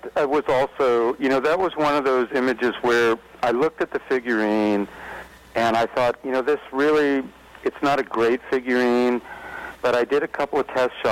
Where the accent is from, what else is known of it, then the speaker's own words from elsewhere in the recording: California, United States; Even though I grew up in the Bay Area, my father was from Brooklyn